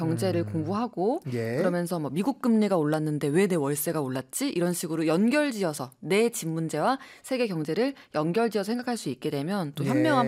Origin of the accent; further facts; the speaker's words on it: Seoul, South Korea; 저는 서울에 부모님이 아직도 살고 계시고 저도 예. 서울에서 나고 자랐는데